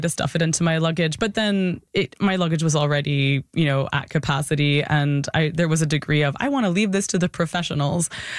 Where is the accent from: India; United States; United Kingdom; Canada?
Canada; I'm Canadian